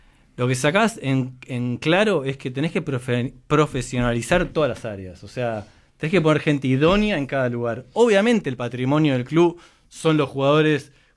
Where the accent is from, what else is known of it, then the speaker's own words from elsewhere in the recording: Temperley, Buenos Aires Province, Argentina; Yo nací en un club. Yo nací en el Launtenny de Temperley, club social, donde pasé los primeros 13 años de mi vida en ese club.